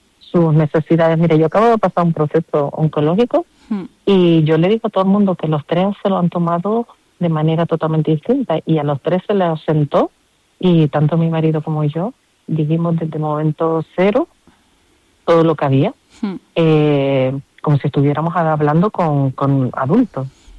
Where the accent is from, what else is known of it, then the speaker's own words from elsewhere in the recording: Canary Islands, Spain; Y yo, como buena canaria